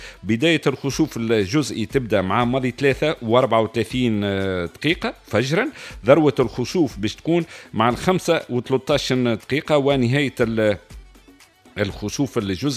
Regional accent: Tunisia; بلادنا تونس

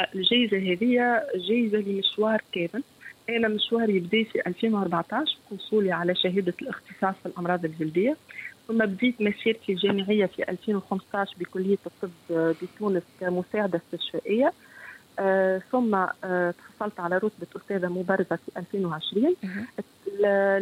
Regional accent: Tunisia; ويعطيوا لبلادنا تونس لأنها في أمس الحاجة لنا،

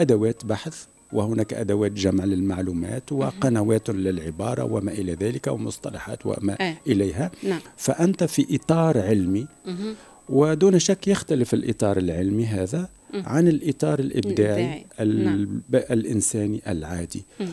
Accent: Tunisia; أنا كمواطن تونسي

